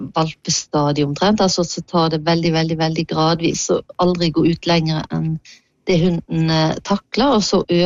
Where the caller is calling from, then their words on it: Tysnes, Vestland, Norway; Nei, jeg kommer fra Sunnhordland på Vestlandet, Tysnes.